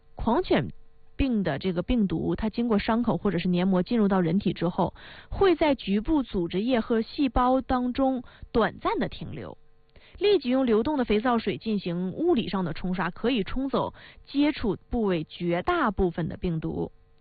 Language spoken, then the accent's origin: Chinese; Northeast China, China; accent: Northeastern Mandarin; 或者是我们东北话说的起疹子